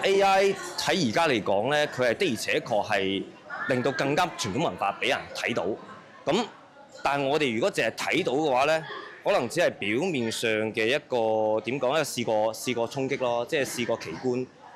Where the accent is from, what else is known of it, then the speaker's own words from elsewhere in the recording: China; 咁我哋中國人啲心靈手巧嗰啲嘢全部表現喺入邊噶嘛